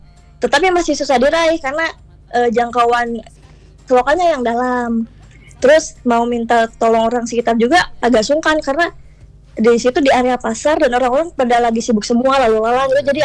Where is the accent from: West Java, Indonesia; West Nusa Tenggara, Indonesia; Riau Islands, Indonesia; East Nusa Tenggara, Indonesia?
West Java, Indonesia; Ciamis; Saya asli Ciamis.